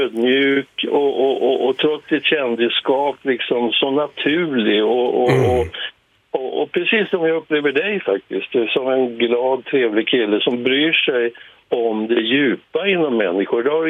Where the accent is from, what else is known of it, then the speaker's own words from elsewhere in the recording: Sweden; Att vi är svenskar, va?